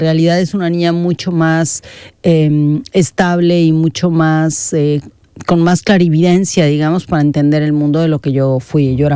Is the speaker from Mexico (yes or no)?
yes; Mexico; yo tengo todos estos recuerdos de mi niñez en México